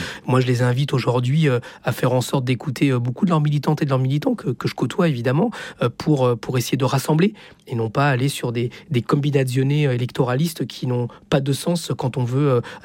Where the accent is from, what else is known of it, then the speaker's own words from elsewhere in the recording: Chile; now in France; Je viens du Chili, je suis fils d'exilé politique. Je suis en France parce que l'extrême droite a pris le pouvoir